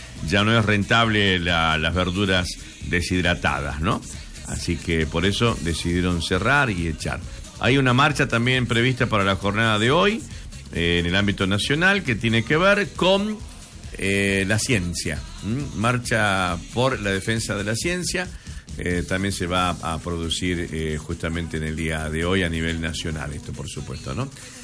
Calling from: Formosa, Argentina; Yo soy de Formosa, pero vivo acá en Salta, en Salta Capital.

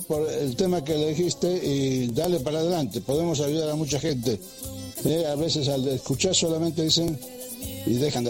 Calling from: Córdoba, Argentina

